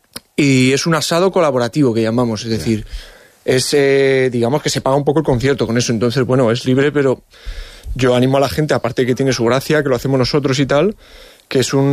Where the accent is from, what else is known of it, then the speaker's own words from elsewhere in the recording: Espejo, Andalusia, Spain; Está feo que lo diga yo porque es mi pueblo, pero...